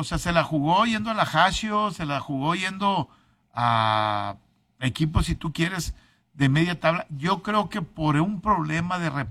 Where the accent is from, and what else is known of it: Mexico